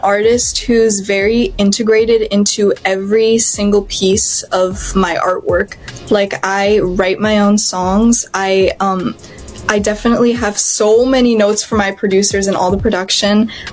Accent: Canada; I'm from Canada, so I'm part Filipino, part French Canadian. I actually speak fluent French. Wow. My dad is from Quebec

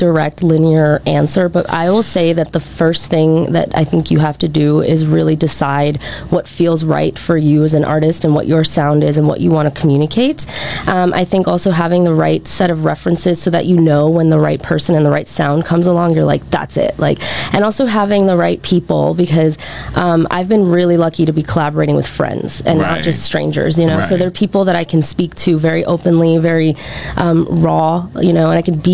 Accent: New York City, New York, United States; because I grew up in New York City.

